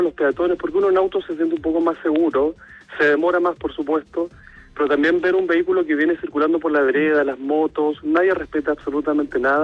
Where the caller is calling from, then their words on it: Lampa, Santiago Metropolitan Region, Chile; Sí, de la comuna de Lampa.